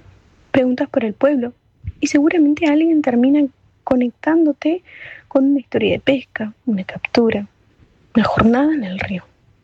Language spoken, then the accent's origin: Spanish; Corrientes, Argentina